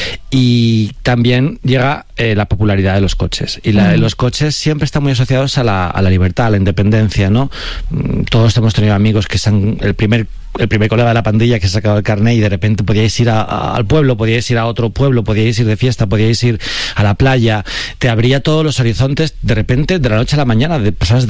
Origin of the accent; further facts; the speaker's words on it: Alcorcón, Community of Madrid, Spain; cuando decían, ¿tú de dónde eres? Yo decía, Alcorcón, la gente era como... ¿Sabes? En plan, como que les parecía gracioso ser de Alcorcón.